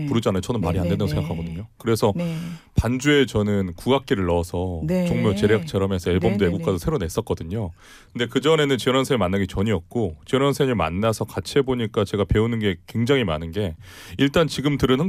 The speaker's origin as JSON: {"language": "Korean", "country": "South Korea", "said": "저는 제가 대한민국 사람이고"}